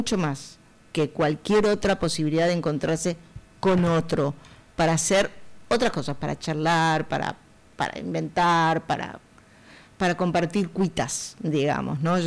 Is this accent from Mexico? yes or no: no; Uruguay; soy uruguayo